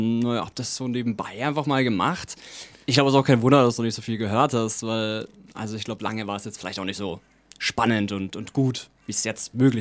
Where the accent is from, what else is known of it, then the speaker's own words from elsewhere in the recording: Stein, Bavaria, Germany; also born or lived in Erlangen; ich komme eigentlich hier aus Nürnberg, aus Stein und habe jetzt die letzten 8 Jahre in Erlangen gewohnt, dort studiert